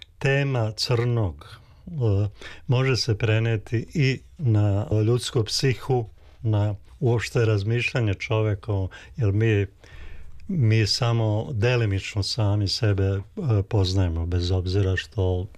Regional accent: Prijedor, Republika Srpska, Bosnia & Herzegovina; u ambijent u kojem sam ja odrastao. Ja sam iz Prijedora, imaju dve reke, i ta jedna reka manja, Gomjenica, koja izvire inače u Kočićevom kraju

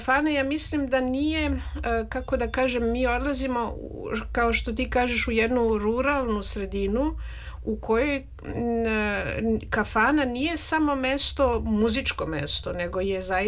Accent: Belgrade, Serbia; Ja sam dete iz Beograda i kafana nikad nije bila mesto na kome sam se ja osjećala prijatno

